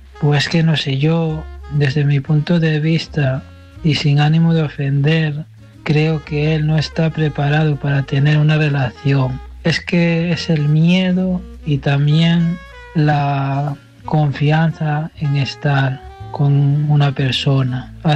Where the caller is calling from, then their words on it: Asturias, Spain; desde Asturias.